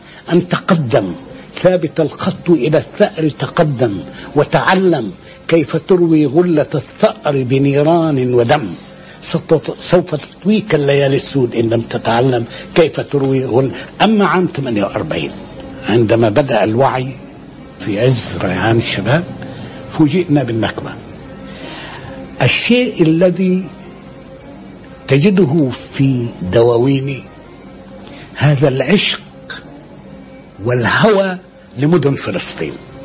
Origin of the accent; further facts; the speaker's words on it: Gaza, Gaza Strip, Palestine; كنت طفلا صغيرا، وكان ذلك في 27 من رمضان عام 1936. كان هناك الإضراب الكبير، كنا مجموعة من الأطفال نلعب في ميدان بحارة الزيتون اسمه ميدان باب الدارون، حيث يقع بيتي